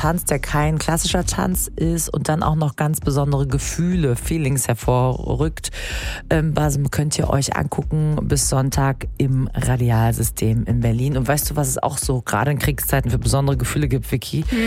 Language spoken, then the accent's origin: German; Iran; Ich muss sagen, als Iranerin, ich kannte das jetzt gar nicht so.